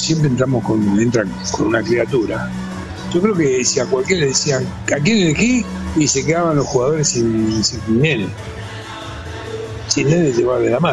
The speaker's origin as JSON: {"language": "Spanish", "country": "Argentina", "said": "este señor tiene que ser un ejemplo para nuestros jóvenes argentinos"}